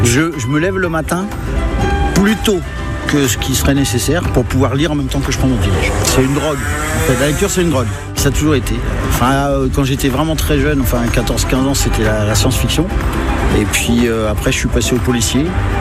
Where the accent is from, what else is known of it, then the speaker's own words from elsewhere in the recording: Fougères, Brittany, France; de Fougères, enfin de l'Écousse pour être précis, conducteur du petit train.